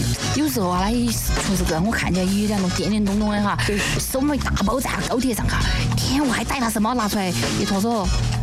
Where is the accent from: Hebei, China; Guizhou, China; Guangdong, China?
Guizhou, China; 他说我发现我们贵州人有一个特点，贵州美食有包容性，但也有很排外的